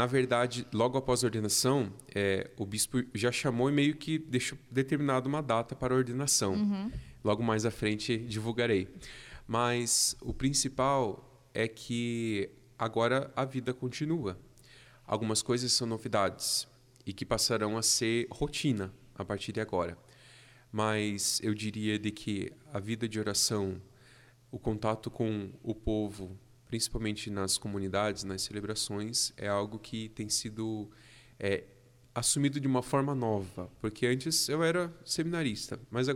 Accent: Curitiba, Paraná, Brazil; Eu sou natural de Curitiba. Meus pais, desde que eu me entendo por gente, moram no Boqueirão, ali cresci também. E sempre participei na minha paróquia, o Santuário do Carmo, no Boqueirão.

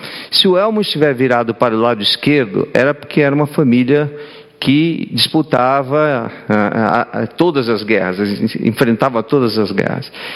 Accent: Pará, Brazil; moved away; Cresci no Pará, no meio dos igarapés, de um lado para outro, cercando os igarapés e colhendo peixe na mão, colocando nos paneiros.

